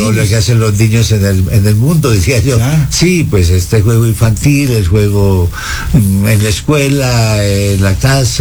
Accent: Pitalito, Huila, Colombia; moved away; Mi pueblo era fundamentalmente conservador.

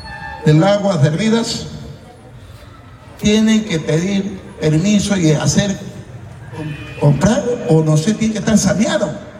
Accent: Tucumé, Lambayeque, Peru

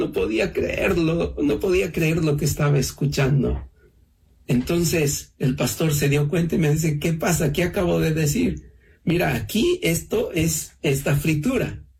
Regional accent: Cusco, Peru; moved away; Yo soy de Cusco

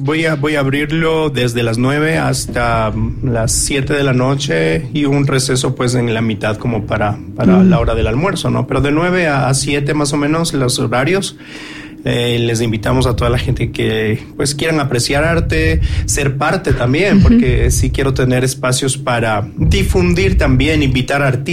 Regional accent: Cuenca, Azuay, Ecuador; moved away as an adult; also born or lived in Dubai; es parte de mi país, de mi ciudad, de mi gente, de mi pueblo, de mi identidad. Entonces, retornar a Cuenca

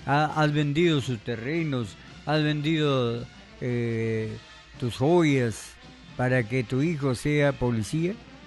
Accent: Reque, Lambayeque, Peru; now in Alto Mayo Valley, Peru; en Reque, donde mi pueblo natal, difícil decimos somos de Reque

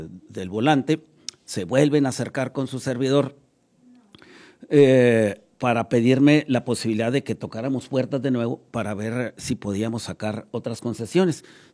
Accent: Camargo, Mexico; somos de Camargo.

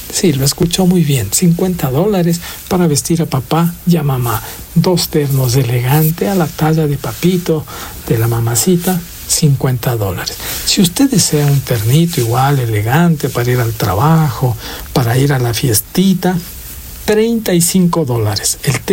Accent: Ecuador

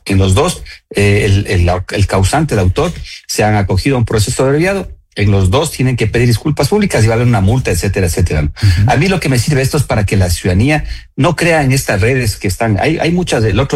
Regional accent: Quito, Pichincha, Ecuador

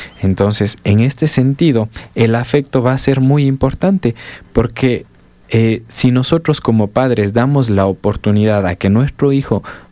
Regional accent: Ecuador; nuestra realidad como ecuatorianos

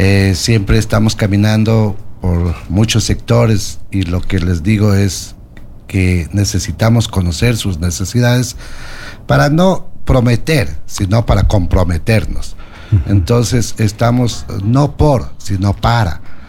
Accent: Loja, Ecuador; yo nací aquí en Loja hace 67 años. Soy un lojano apasionado de mi tierra. Tenido oportunidades para salir varias veces a vivir en el exterior, aquí fuera de, de la ciudad, pero yo he arraigado a mi tierra

